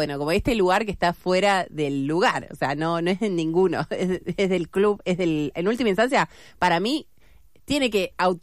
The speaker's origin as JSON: {"language": "Spanish", "town": "Avellaneda", "region": "Buenos Aires Province", "country": "Argentina", "moved": "yes", "lives_now": "Buenos Aires, Argentina", "said": "yo que soy de Avellaneda. Claro. Y que vivo en la ciudad."}